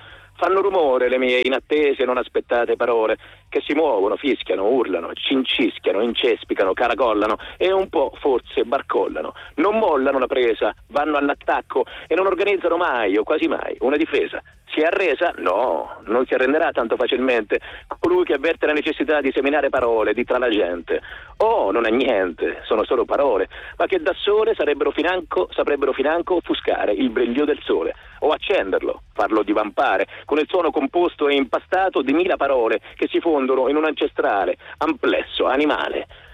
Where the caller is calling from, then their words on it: Fermo, Marche, Italy; Chiamo da Fermo, nelle Marche.